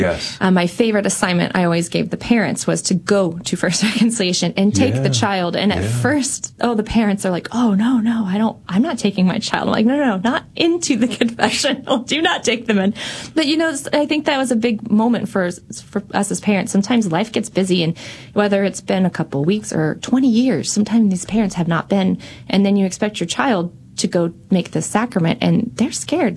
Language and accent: English; Rolla, Missouri, United States; I'm from Rolla, so he married the townie.